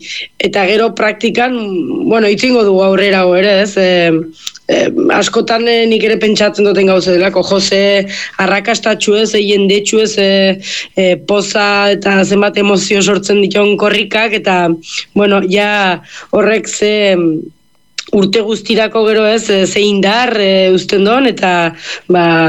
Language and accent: Basque; Leitza, Navarre, Spain; ba urten leitzetik gure herritik ez da pasat